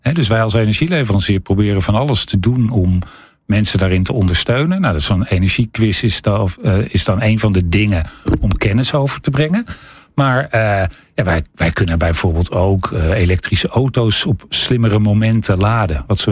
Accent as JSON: {"language": "Dutch", "country": "Netherlands", "said": "Nou, we weten best wel wat als Nederlanders."}